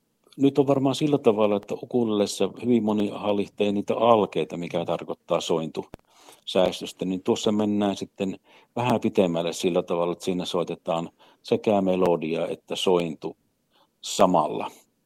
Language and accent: Finnish; Eastern Finland, Finland; mä itse olen Itä-Suomesta kotosi ja aina täällä tavalla tai toisella asun